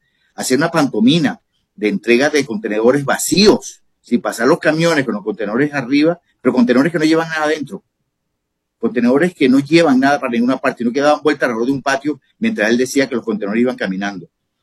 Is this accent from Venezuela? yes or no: yes; Venezuela; moved away as an adult; now in Costa Rica; La tragedia que, por la cual está pasando mi país de origen es terrible.